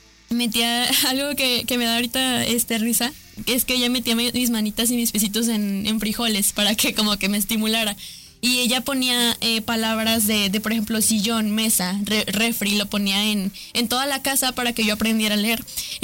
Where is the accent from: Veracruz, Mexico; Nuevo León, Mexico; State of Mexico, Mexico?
Veracruz, Mexico; Tantoyuca; soy estudiante de Bachillerato Oriente, nací en Tantoyuca, Veracruz